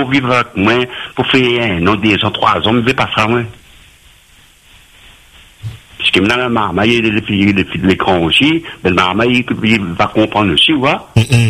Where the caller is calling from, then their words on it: Saint-Benoît, Réunion; Saint-Benoît. J'habite de la Réunion, même Saint-Benoît.